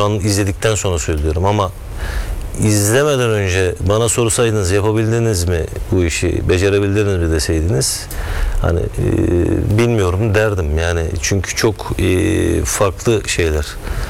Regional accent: Burhaniye, Balıkesir, Turkey; benim memleketim, ben Burhaniye, Balıkesir Burhaniye'liyim ben.

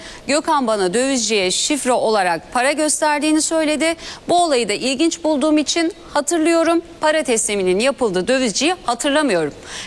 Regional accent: Kuşadası, Aydın, Turkey; Çünkü ben orada büyüdüm mesela.

